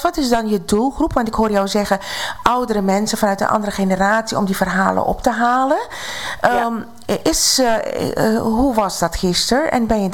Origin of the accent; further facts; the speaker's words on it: Suriname; ik ben in Suriname opgegroeid. Tussen alle bevolkingsgroepen.